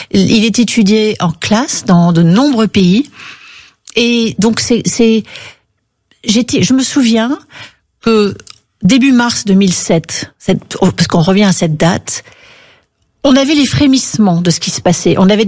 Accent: France; je suis française

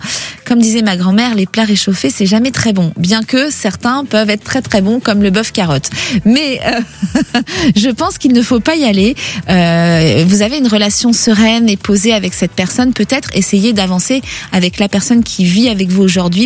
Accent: Antibes, Provence-Alpes-Côte d'Azur, France; moved away; 06, Antibes. Oh là là, qu'est-ce que je connais bien Antibes. J'y ai passé toute mon enfance.

